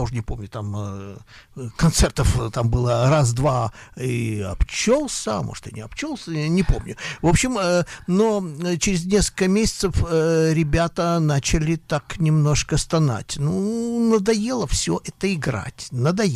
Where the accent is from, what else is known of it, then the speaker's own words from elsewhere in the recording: Odesa, Odesa Oblast, Ukraine; Жил, да, я жил на уроженец Одессы.